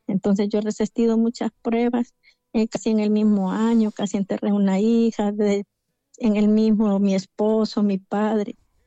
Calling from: Arada, Santa Bárbara, Honduras; de una aldea de Arada.

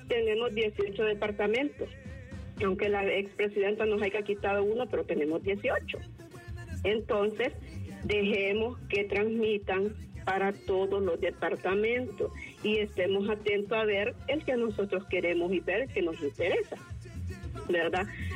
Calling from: Tegucigalpa, Francisco Morazán, Honduras; Yo soy de Tegucigalpa

